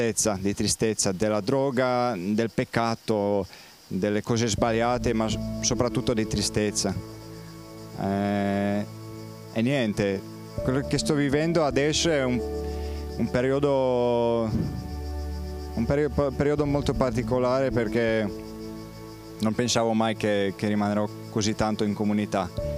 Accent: Poland; Italian is a second language; moved away as an adult; now in Italy; vengo da Polonia.

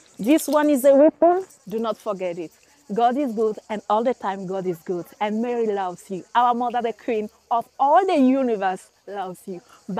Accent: Togo; I'm from Togo. I'm here in Medjugorje to connect with my mother

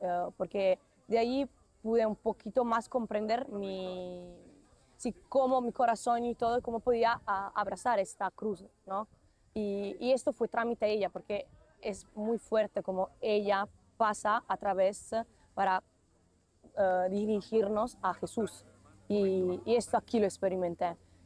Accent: Italy; Spanish is a second language

